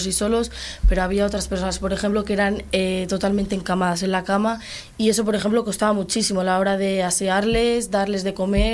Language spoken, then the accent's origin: Spanish; San Pantaleón de Aras, Cantabria, Spain; San Pantalón de Aras.